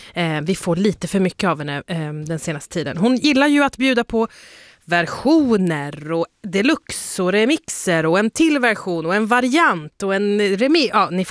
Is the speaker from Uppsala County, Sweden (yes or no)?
yes; Uppsala, Uppsala County, Sweden; Det var för att jag var skriven i Enköping, men jag är född på BB i Uppsala.